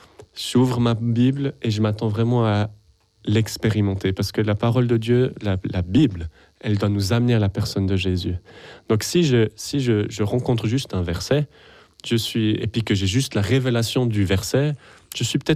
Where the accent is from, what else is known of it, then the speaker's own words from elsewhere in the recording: Switzerland; Je suis suisse, nous on dit 71, hein, mais 71. Mon épouse est française, donc j'apprends à dire les chiffres à la française.